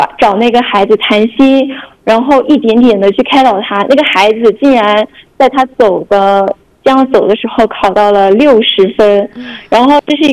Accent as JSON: {"language": "Chinese", "region": "southern China", "country": "China", "moved": "as an adult", "said": "我今年22岁，和他们刚上初一的孩子就是差个8、9岁，加上我是南方人，长得就有点矮"}